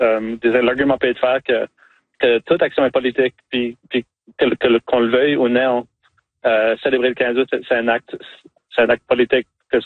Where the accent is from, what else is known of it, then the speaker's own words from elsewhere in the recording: Nova Scotia, Canada; born there; accent: Acadian; moved away as an adult; now in Ottawa, Canada; je vis à Ottawa tout de suite, là, mais je rêve de revenir en Nouvelle-Écosse un jour.